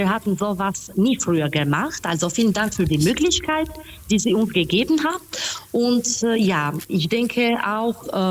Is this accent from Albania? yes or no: yes; Albania; born there; German is a second language; also born or lived in Jena, Germany; Ich bin in Albanien geboren.